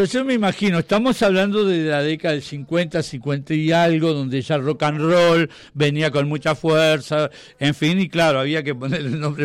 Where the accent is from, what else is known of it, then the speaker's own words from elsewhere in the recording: Uruguay; yo no soy inglés, soy uruguayo y hablo español